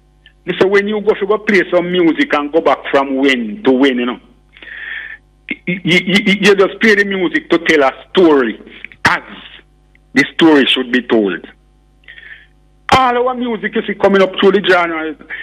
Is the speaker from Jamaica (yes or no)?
yes; Jamaica; However, I love my Jamaican heritage.